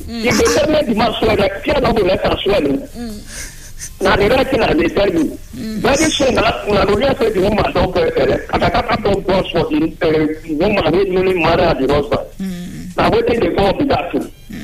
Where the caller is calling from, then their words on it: Rome, Lazio, Italy; I'm calling from Rome.